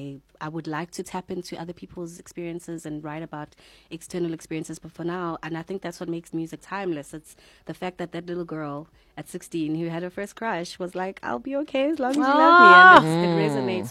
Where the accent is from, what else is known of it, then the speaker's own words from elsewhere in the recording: Durban, KwaZulu-Natal, South Africa; my girls that I grew up with back in Durban.